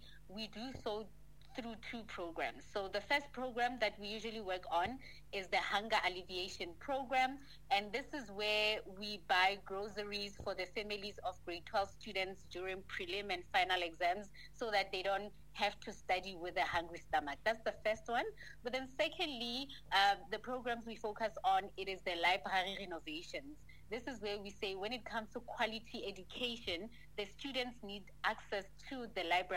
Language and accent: English; South Africa; moved away; originally I'm from Bitumelo Subukeng